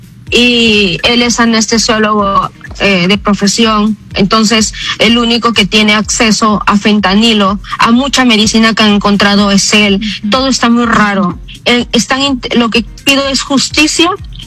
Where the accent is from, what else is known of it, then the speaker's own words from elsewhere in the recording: Bagua Grande, Amazonas, Peru; now in United States; somos de Bagua Grande